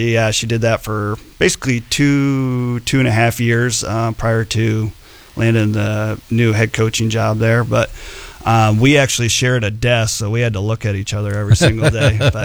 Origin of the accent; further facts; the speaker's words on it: Belle Plaine, Iowa, United States; I grew up in Belle Plaine, so it's kind of like right smack dab in the middle of Iowa City and Ames.